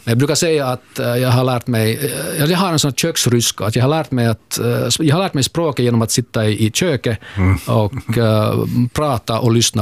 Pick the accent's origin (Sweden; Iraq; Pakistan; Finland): Finland; Kronoby, Ostrobothnia; moved away as an adult; also born or lived in Saint Petersburg, Russia; now in Helsinki, Finland; min hemstad är inte Jakobstad, okay. utan jag har växt upp i det där stolta Kronoby.